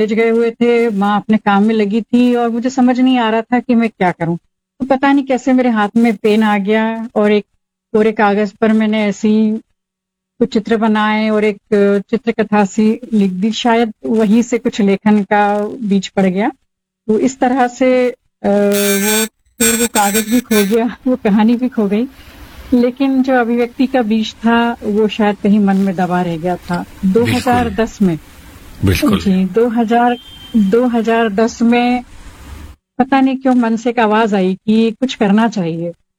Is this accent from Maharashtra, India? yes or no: no; Bhopal, Madhya Pradesh, India; मैं भोपाल से हूँ और गृहिणी हूँ